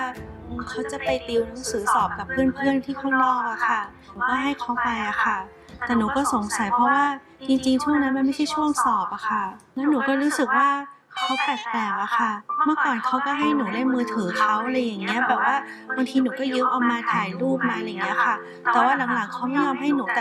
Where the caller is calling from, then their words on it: Bangkok, Thailand; บ้านอยู่อ่อนนุชค